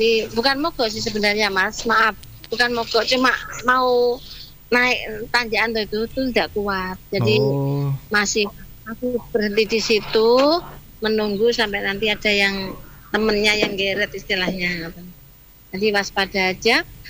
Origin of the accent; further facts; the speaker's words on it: Ponorogo, East Java, Indonesia; Iya, Mas. Saya dari Ponorogo.